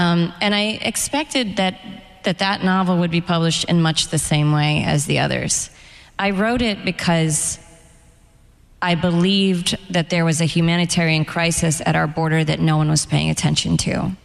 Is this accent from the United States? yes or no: yes; Gaithersburg, Maryland, United States; also born or lived in Spain / Ireland; now in New York, United States; And I was born in Spain, and we moved to all these different places before I was, you know, 6 or 7 years old. Then I grew up mostly in Gaithersburg, Maryland. Then I moved to Ireland for 2 years. Then I moved to New York.